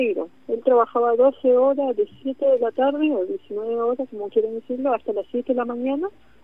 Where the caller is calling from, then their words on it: Adrogué, Buenos Aires Province, Argentina; Yo en este momento vivo en Buenos Aires, estoy San José, Adrogué.